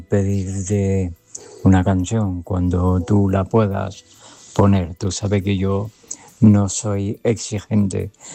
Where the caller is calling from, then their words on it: Grazalema, Andalusia, Spain; de Gran Zalema.